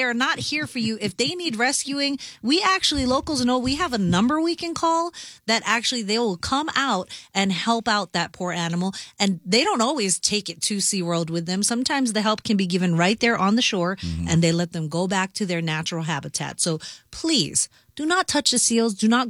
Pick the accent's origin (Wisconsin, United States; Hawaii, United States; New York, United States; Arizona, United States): Hawaii, United States; moved away as an adult; now in San Diego, United States; And, you know, I am originally from Hawaii, born and raised. I was there for the first 25 years of my life, and then I came here to beautiful San Diego.